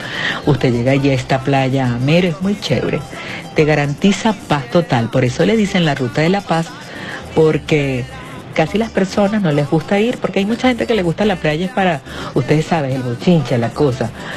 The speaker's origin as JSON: {"language": "Spanish", "country": "Venezuela"}